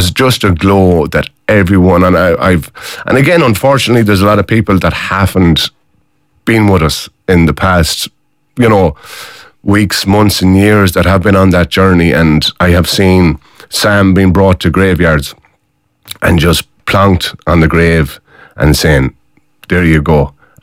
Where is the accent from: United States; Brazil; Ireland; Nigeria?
Ireland; Mayo, Connacht; I'm from Mayo for me sins.